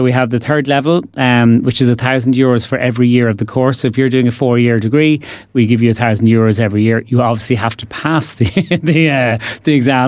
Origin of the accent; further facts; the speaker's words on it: Ireland; I'm from Louth.